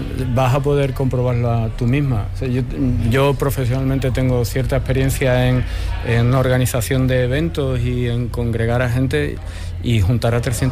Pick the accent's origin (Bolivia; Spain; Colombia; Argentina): Spain; Andalusia; y como andaluces para nosotros es muy importante, ¿no? Lo es en el flamenco, lo es en la poesía andalusí